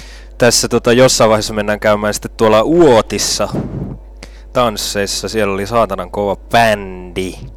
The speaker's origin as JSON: {"language": "Finnish", "town": "Nastola", "region": "Päijät-Häme", "country": "Finland", "tie": "born or raised there", "said": "Mä oon kotoisin semmoista paskapaikasta kuin Nastola."}